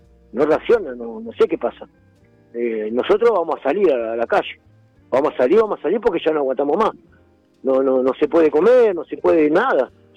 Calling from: Temperley, Buenos Aires Province, Argentina; yo soy de Témpola

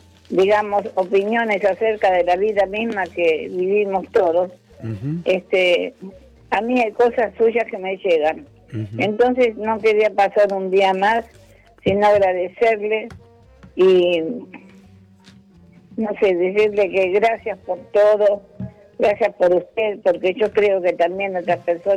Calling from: Los Polvorines, Buenos Aires Province, Argentina; soy de Los Polvorines.

